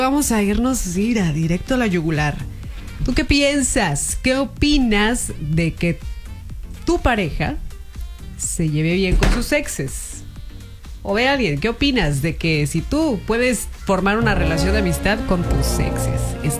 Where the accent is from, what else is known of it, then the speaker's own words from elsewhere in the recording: Gómez Palacio, Durango, Mexico; Soy de Gómez.